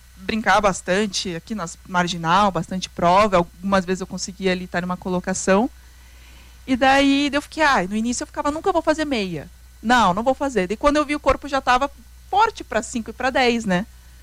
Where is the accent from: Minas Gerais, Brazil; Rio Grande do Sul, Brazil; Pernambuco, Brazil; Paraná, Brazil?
Rio Grande do Sul, Brazil; Porto Alegre; Daí eu decidi fazer em Porto Alegre, que era, enfim, onde eu cresci, né?